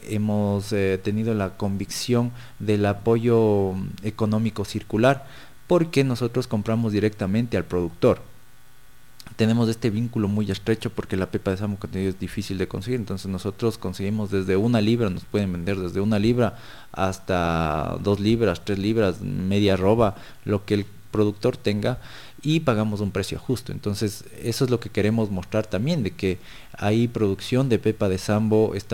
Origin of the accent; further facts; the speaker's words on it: Ecuador; a la final somos de Ecuador